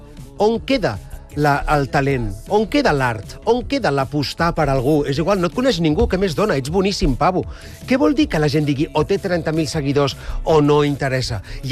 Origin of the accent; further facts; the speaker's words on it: Catalonia, Spain; A mi, moltes vegades, sóc català, visc a Catalunya, i a mi se'm demana que em posicioni políticament.